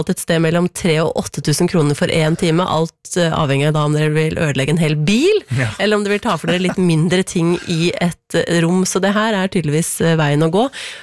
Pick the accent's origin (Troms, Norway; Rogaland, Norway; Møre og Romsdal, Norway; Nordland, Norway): Nordland, Norway; Bodø; som vi ville sagt der jeg kommer fra, på Røysa